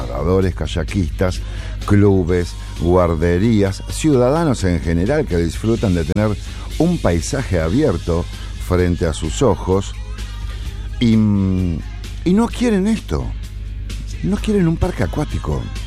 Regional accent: Rosario, Santa Fe, Argentina; soy ciudadano de Rosario

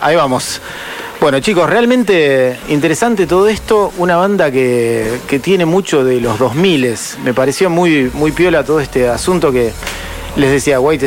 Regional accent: Argentina; Me parece que somos todos argentinos igualmente

